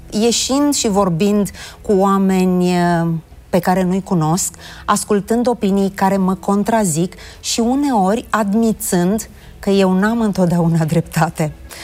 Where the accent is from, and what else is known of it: Romania